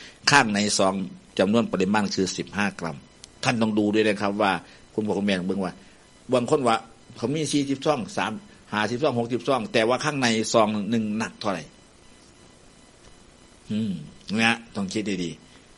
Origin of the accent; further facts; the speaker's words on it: Kaset Wisai, Roi Et, Thailand; คิดทอดคิดถึงเด้อพี่น้องเด้อโดยเฉพาะทางบ้านเกิดนะครับเกษตรวิสัยเข้าไปในเนาะทางหุ่นนะครับอยู่ดีสบายบ่เนาะ